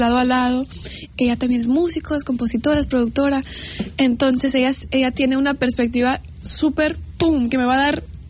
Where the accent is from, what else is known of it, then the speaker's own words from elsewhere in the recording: Los Angeles, California, United States; empiezo en Los Ángeles, que es donde yo nací, es donde yo crecí.